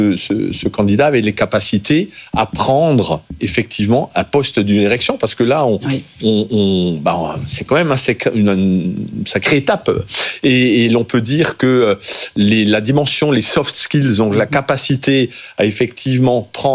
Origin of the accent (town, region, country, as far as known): Grand Est, France